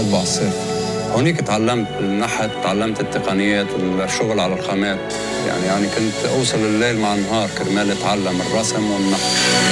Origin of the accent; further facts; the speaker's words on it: Dama, As-Suwayda Governorate, Syria; moved away as an adult; now in Lebanon; أنا من سوريا من السويداء من قرية دامة. أنا جيت على لبنان بس بلشت الحرب تقريباً. وقت اللي جيت من سوريا على لبنان حتى تيابي ما جبت